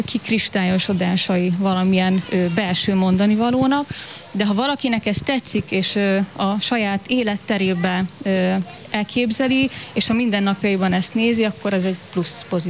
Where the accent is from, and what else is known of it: Szolnok, Jász-Nagykun-Szolnok, Hungary; born there